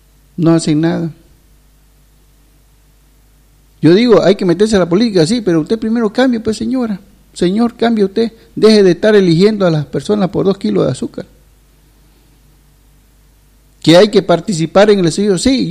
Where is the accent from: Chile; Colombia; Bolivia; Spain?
Bolivia; somos unos cambas flojos